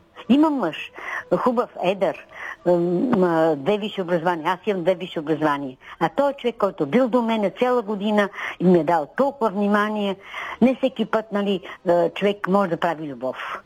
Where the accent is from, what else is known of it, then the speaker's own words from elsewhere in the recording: Plovdiv, Plovdiv Province, Bulgaria; Аз дойдох от Пловдив, сладичка, младичка, в захарния завод